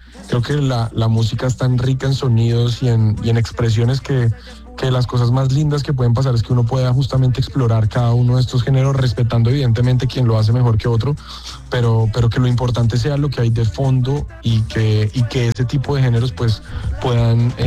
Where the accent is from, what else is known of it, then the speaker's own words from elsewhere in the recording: Colombia; de donde yo soy, es de un país complejo, diverso